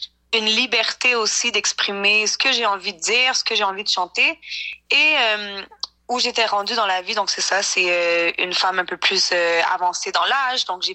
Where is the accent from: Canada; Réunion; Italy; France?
Canada; Montreal, Quebec; also born or lived in Cuba; Mes deux parents sont québécois, mais j'ai grandi à Montréal, donc je me considère 100% montréalaise.